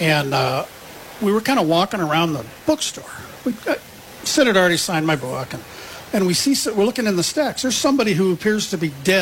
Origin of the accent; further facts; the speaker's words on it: Iowa, United States; I grew up in Iowa reading the Des Moines Register